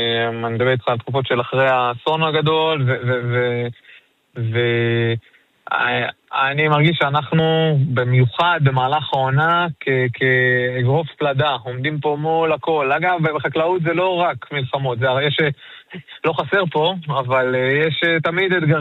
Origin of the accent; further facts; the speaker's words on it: Central District, Israel; אנחנו אמנם ממושב כפרס